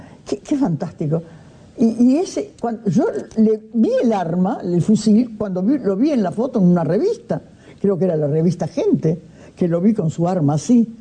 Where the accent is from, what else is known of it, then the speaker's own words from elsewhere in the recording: Uruguay; somos uruguayos y salimos de Ezeiza, somos periodistas